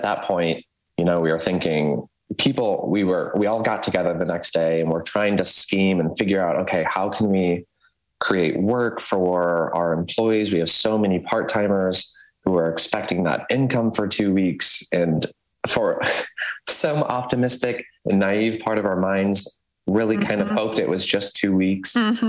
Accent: St. Louis, Missouri, United States; So I am from St. Louis originally. So grew up here. My whole family's here.

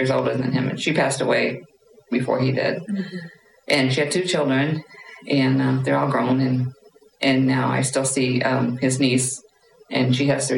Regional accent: St. Louis, Missouri, United States; born there; also born or lived in Belmont, Missouri / Memphis, Tennessee; lived in Memphis, Tennessee. And actually before that, anyway, when I was about 11, we moved to St. Louis.

